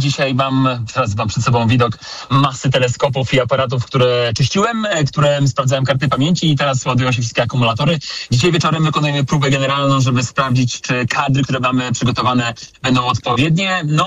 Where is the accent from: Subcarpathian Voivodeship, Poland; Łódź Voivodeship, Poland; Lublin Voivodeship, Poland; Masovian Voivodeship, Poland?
Masovian Voivodeship, Poland; Warsaw; czyli na wschodnią stronę Warszawy, skąd sam pochodzę, z Pragi Północ.